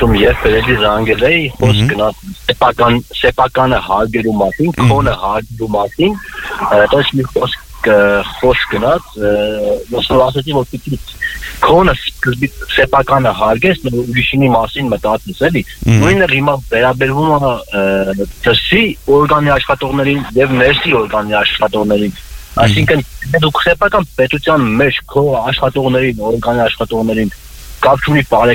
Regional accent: Gyumri, Shirak, Armenia; now in Yerevan, Armenia; ես երկու տարի էլ Հայաստանում տաքսի եմ քշում, հենց Երևանում, ես ինքս Գյումրից եմ

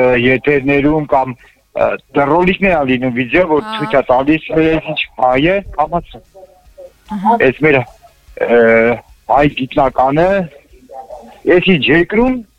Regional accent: Armavir, Armavir Province, Armenia; Մեր մոտ Արմավիրի մարզ, այս Արմավիրից եմ, Արմավիրի մարզում մենք ունենք արգելված, մոռացված նավթի հանք

